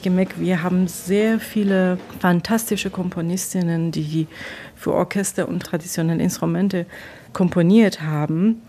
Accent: Iran; moved away

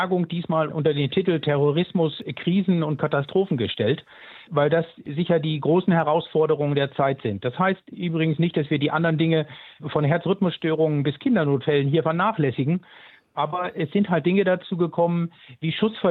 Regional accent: Würzburg, Bavaria, Germany; Ich bin Würzburger

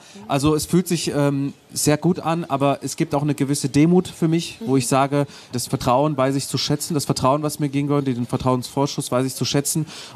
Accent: Aachen, North Rhine-Westphalia, Germany; born or raised there; moved away

